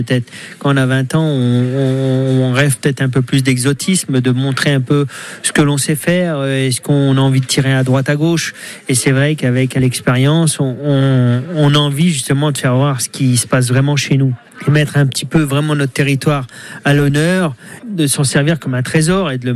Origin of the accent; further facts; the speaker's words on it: Charolles, Bourgogne-Franche-Comté, France; Ben, c'est ma maison, c'est là où je suis né quasiment, avec ma sœur. Mes parents étaient avant moi, ils sont arrivés ici à l'hôtel de la Poste en 1978, en face de l'église.